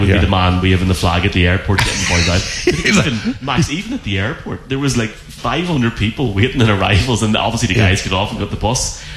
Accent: Ireland; I was over in New Orleans on Wednesday and, you know, nearly died in the heat as an Irishman.

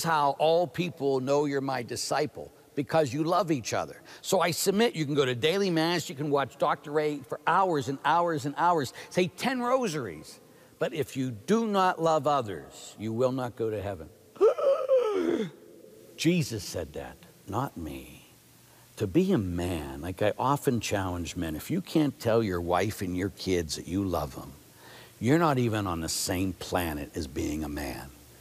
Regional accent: Ireland; Or Father, I'm Irish, we do it when we're drunk.

